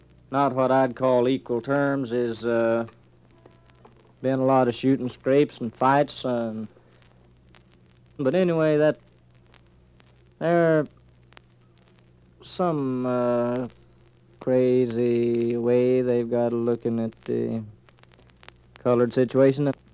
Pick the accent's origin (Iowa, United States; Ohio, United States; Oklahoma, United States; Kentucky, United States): Oklahoma, United States; Okemah; born there; I was born there in July the 14th, 1912.